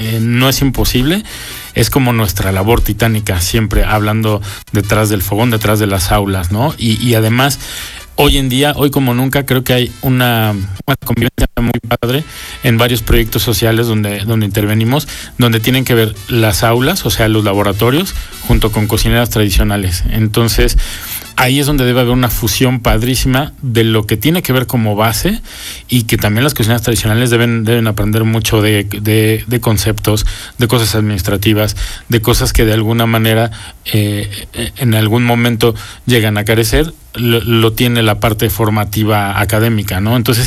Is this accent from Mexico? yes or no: yes; Mexico; y bueno, como mexicanos creo que todos lo sabemos, ¿no?